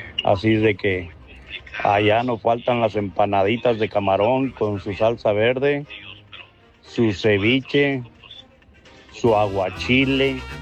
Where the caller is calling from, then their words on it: Nayarit, Mexico; Pues oiga, yo soy de Nayarit.